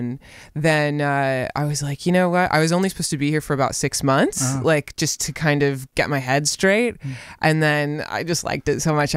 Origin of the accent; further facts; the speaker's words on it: Australia; born there; also born or lived in Oregon, United States; I was born in Australia. Yeah, correct.